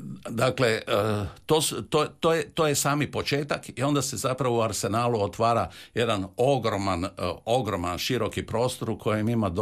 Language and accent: Croatian; Croatia